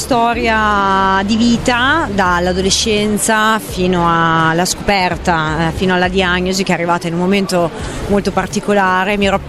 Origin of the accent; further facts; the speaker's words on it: Emilia-Romagna, Italy; E io sono emiliana, okay.